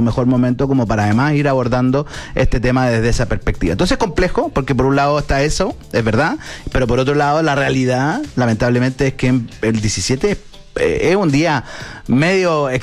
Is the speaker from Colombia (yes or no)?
no; Chile; que es también reflexionar sobre nuestras tradiciones, sobre lo que somos como chilenos.